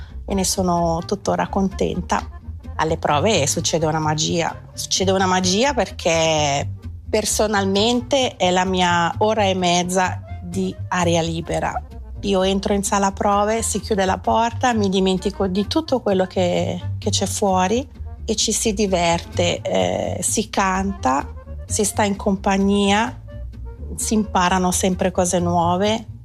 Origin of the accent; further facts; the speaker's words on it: Faido, Ticino, Switzerland; sono di Faido, di mestiere faccio la segretaria, sono una mamma di 3 ragazzi.